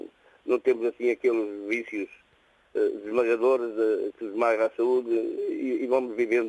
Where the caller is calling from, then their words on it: Mortágua, Centro, Portugal; Eu pertenço à Beira Alta